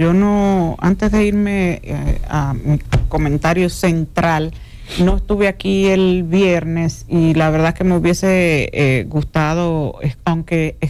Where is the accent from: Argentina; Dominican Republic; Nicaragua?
Dominican Republic; todos somos dominicanos